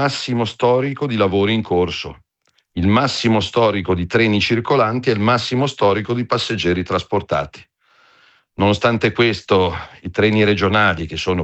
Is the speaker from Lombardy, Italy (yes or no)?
yes; Milan, Lombardy, Italy; lo dico da milanese